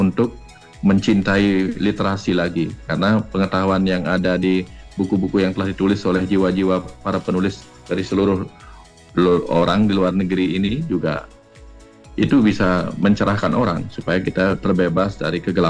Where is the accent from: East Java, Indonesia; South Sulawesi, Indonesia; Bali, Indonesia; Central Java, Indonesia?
Bali, Indonesia; kita orang Bali